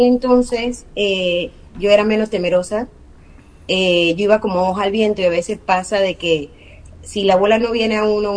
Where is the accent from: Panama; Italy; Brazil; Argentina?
Panama; moved away; como vengo de Panamá, ese es el código de área del país